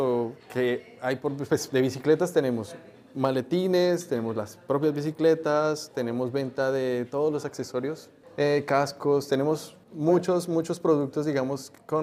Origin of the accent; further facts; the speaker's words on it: Colombia; moved away as an adult; now in Germany; Nosotros como colombianos